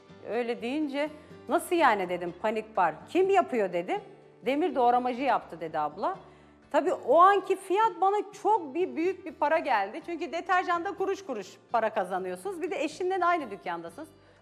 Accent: Kangal, Sivas, Turkey; Evliyim, iki çocuk annesiyim, Sivas Kangallıyım.

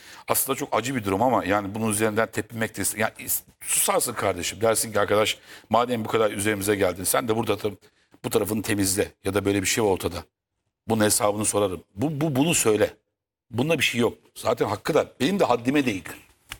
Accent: Kadıköy, Istanbul, Turkey; Ben Kadıköylüyüm.

